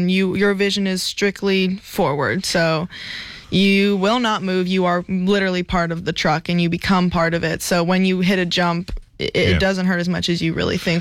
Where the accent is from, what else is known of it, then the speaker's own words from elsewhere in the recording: Switzerland; But I am originally from Switzerland, so I love a good cathedral